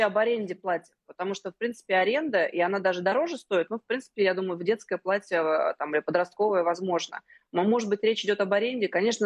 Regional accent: Saint Petersburg, Russia; Я вот из Петербурга родом, у нас все выпускные, это кораблик.

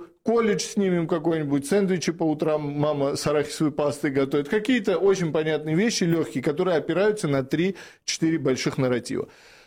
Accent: Russia; я вырос в России, в русской культуре

